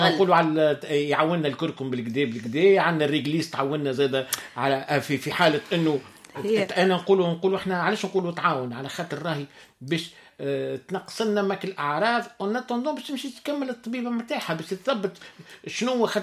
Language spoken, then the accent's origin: Arabic; Tunisia; وعندنا في تونس